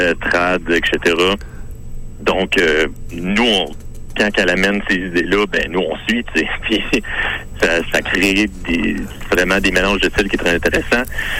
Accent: Rimouski, Quebec, Canada; moi je viens de Rimouski

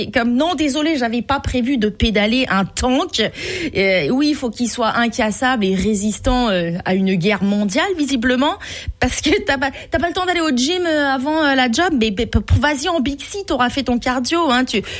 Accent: France; now in Montreal, Canada; je suis une femme, Francis. Puis en plus, je suis française

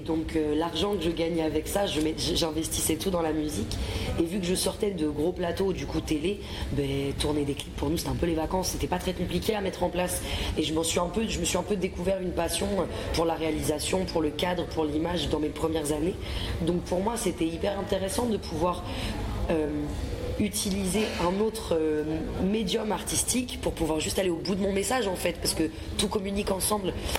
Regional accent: France; je suis un projet francophone, je suis française.

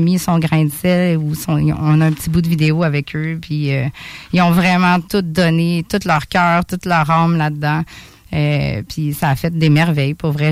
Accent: Quebec City, Quebec, Canada; born there; also born or lived in Montreal; j'ai grandi à Loretteville, une bonne partie de ma jeunesse. Avant ça, j'étais à Montréal. Mais tout mon secondaire, une partie de mon primaire, ben, je l'ai faite à Québec.

